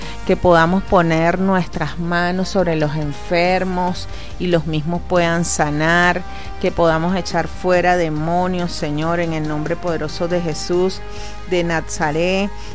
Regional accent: Venezuela

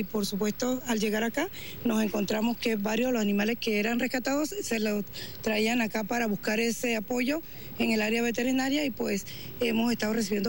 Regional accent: San Cristóbal, Táchira, Venezuela; nosotros venimos de San Cristóbal, estado Táchira, y llegamos 2 días después de este movimiento tan terrible que azotó el estado

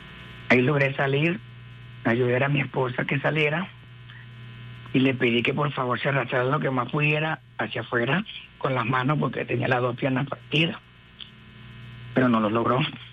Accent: Caraballeda, La Guaira, Venezuela; Soy de La Guaira de Caribe, Barroca Caraballeda.

